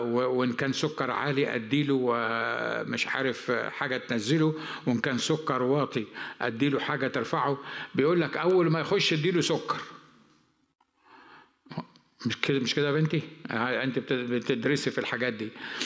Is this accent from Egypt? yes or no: yes; Upper Egypt, Egypt